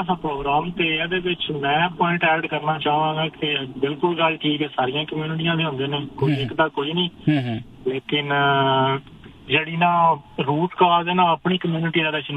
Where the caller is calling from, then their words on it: Australia; ਮੈਂ ਜੀ ਆਸਟ੍ਰੇਲੀਆ ਤੋਂ